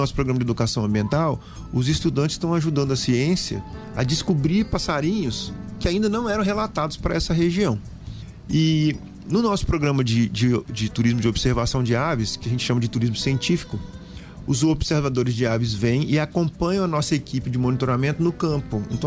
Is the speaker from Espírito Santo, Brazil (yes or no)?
yes; Vitória, Espírito Santo, Brazil; now in Venda Nova do Imigrante, Brazil; O mais de fora sou eu, que sou de Vitória. Uhum. Né? Mas moro aqui em Venda Nova, tenho a alegria de morar aqui em Venda Nova, cidade maravilhosa que acolheu a gente. Moro em Pindobas, ali junto com a família Bissoli